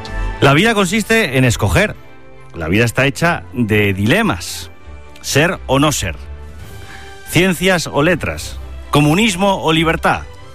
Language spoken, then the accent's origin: Spanish; Spain; Porque así somos los españoles.